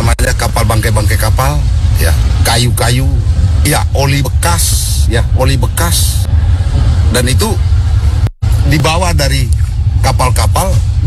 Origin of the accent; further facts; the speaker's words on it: Labuan Bajo, East Nusa Tenggara, Indonesia; born there; Ya, kami sebagai warga Labuan Bajo yang lahir di Labuan Bajo sangat prihatin dengan keadaan dan kondisi sempadan pantai Pulau Bajo saat ini.